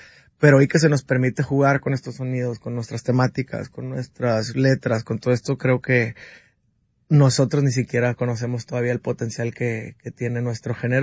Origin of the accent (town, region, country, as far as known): Mexico